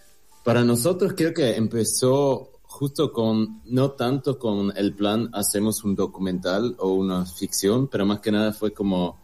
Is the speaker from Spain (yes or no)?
no; Switzerland; moved away; Y yo vengo de Suiza